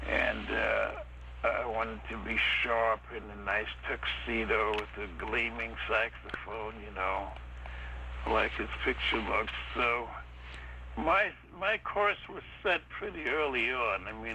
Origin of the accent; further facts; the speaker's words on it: New York, United States; I grew up in Harlem in the center of the jazz activity in New York.